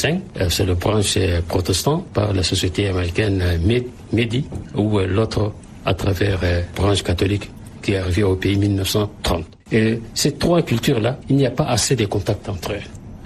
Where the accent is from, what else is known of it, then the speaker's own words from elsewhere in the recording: Bardaï, Tibesti, Chad; Moi, j'ai dit, moi, je suis Tchadien. Je suis de Bardaï, j'ai dit, moi, je suis Tchadien.